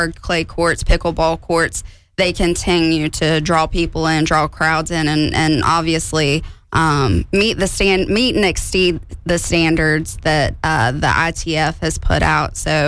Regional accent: Sumter, South Carolina, United States; I'm back to my hometown. The song … I think that's pretty representative of me now.

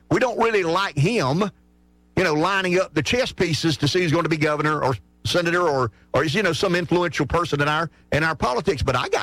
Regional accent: South Carolina, United States; I am a native South Carolinian. I was raised in the Deep South. I am a rural country boy.

